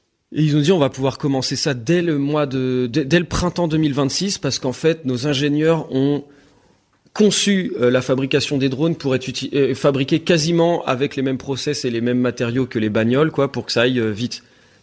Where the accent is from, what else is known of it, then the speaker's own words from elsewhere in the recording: Nantes, Pays de la Loire, France; Je suis nantais